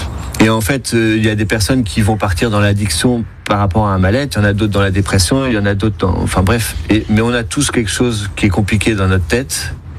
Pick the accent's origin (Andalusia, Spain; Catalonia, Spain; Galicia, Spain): Catalonia, Spain; Barcelona; moved away; vu que j'ai grandi à Barcelone